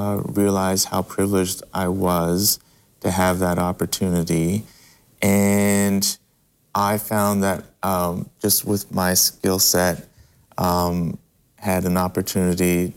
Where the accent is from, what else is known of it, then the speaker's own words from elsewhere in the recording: Montreal, Quebec, Canada; moved away; I grew up in Montreal, Canada.